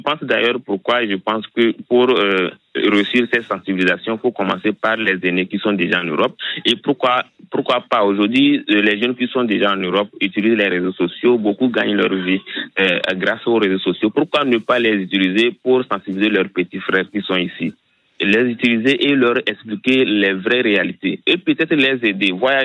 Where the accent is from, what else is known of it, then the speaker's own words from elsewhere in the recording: Togo; now in Ziguinchor, Senegal; Effectivement, je suis togolais, c'est pourquoi je passe un coucou à tous les togolais qui nous suivent.